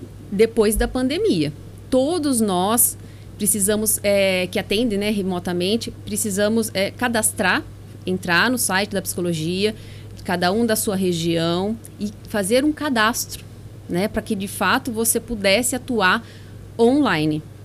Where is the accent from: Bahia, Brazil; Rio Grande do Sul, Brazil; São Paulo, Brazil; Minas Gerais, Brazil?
São Paulo, Brazil; Jaboticabal; also born or lived in Ribeirão Preto; eu nasci em Ribeirão Preto, né? Sou Ribeirão Pretana, né? Mas só nasci lá, vivo em Jaboticabal desde sempre. Minha família é toda de lá